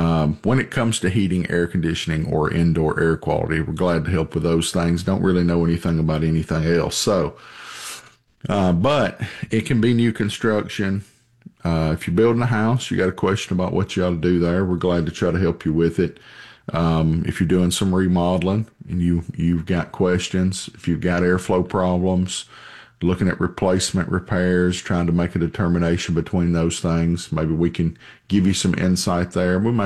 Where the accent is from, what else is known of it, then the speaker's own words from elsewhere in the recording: Tennessee, United States; I grew up in Tennessee. I've lived here all my life.